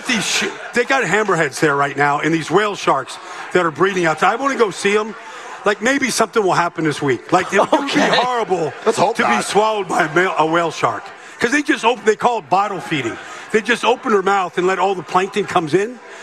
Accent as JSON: {"language": "English", "region": "New York", "country": "United States", "tie": "born or raised there", "moved": "yes", "lives_now": "South Jersey and Fort Lauderdale, United States", "said": "back when I was growing up in New York."}